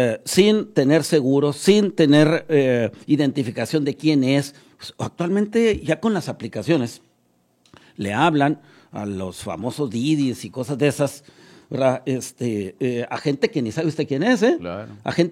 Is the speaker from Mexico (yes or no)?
yes; Camargo, Mexico; somos de Camargo.